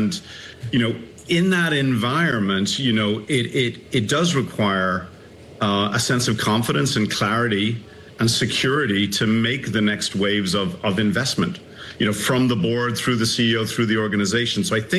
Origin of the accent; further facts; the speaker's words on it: Ireland; and I'm from Ireland, we have a saying there that, you know, it takes a village to solve a hard problem.